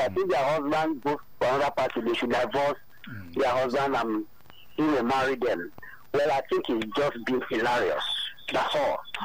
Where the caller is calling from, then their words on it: Lagos, Nigeria; I'm calling from Abanaja in Ikotun.